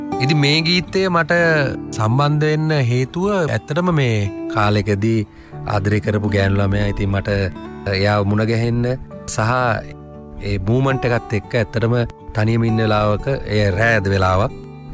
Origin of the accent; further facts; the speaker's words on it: Negombo, Western Province, Sri Lanka; මගේ ගම මීගමුවේ. මම ඉස්කෝලේ ගියේ පුරණ සාන්තානා මහාවිද්‍යාලයට.